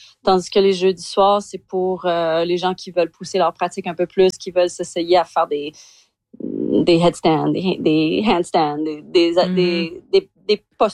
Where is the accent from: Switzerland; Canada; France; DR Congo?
Canada; Calgary, Alberta